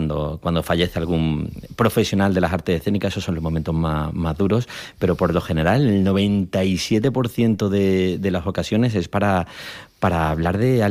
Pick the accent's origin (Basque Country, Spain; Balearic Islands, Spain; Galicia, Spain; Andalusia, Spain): Andalusia, Spain; Málaga; Yo soy de Málaga y por motivos familiares, pues los 12, 13 años pasé varios veranos en Toledo